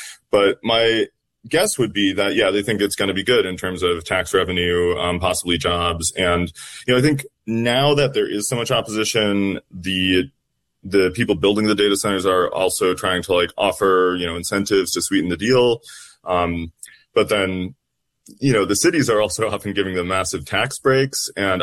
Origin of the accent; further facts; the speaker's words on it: Duluth, Minnesota, United States; my hometown, Duluth, Minnesota